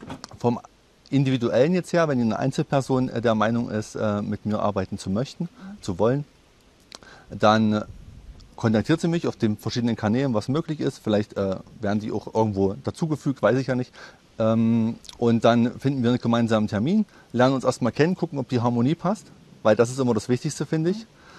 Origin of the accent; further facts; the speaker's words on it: Teuchern, Saxony-Anhalt, Germany; ist in der Nähe von Weißenfels, genau. Und bin dort geboren, war kurze Zeit mal in Großstadt unterwegs und bin jetzt wieder aufgrund der Ruhe, der schönen Ruhe hier, zurückgekehrt.